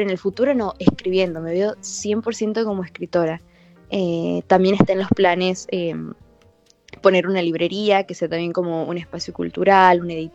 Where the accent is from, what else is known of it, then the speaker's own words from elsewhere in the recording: Tucumán, Argentina; born there; moved away; en la provincia donde yo nací, en Tucumán